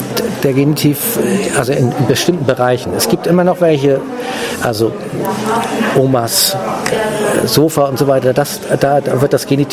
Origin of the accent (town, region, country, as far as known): Northern Germany, Germany; born or raised there